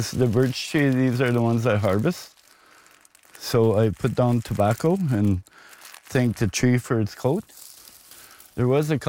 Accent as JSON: {"language": "English", "town": "Buffalo Narrows", "region": "Saskatchewan", "country": "Canada", "tie": "born or raised there", "said": "I'm from Buffalo Narrows, Saskatchewan. I was born and raised there. I'm a First Nations person from Canoe Lake."}